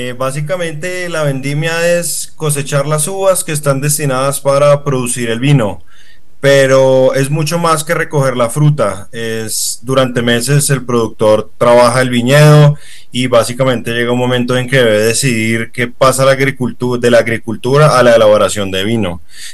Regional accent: Colombia; Bueno, pues bueno … colombiano, sommelier con un poco más de década y media de experiencia en el mundo del vino

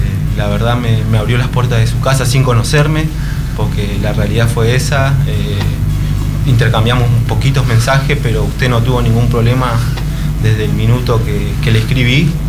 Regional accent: Río Grande, Tierra del Fuego, Argentina; yo vengo desde Tierra del Fuego, de Argentina. Mi ciudad se llama Río Grande.

